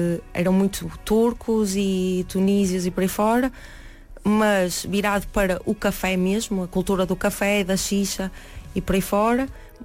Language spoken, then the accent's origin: Portuguese; Além da Ponte, Portugal; Nós morámos em Além da Ponte, que é uma aldeia pertencente a Vila Nova de Santo.